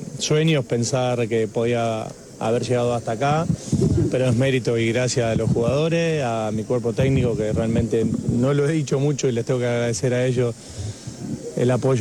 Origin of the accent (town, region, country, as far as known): Argentina